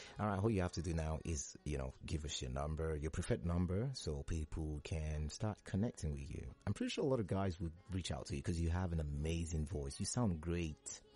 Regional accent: Nigeria; Me, I am a Nigerian man.

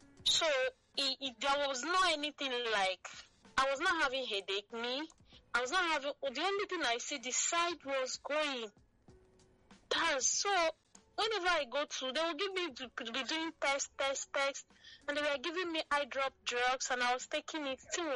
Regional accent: Lagos, Nigeria; also born or lived in Imo State; I'm from Imo State. I'm the fourth child, and I was born and brought up in Lagos.

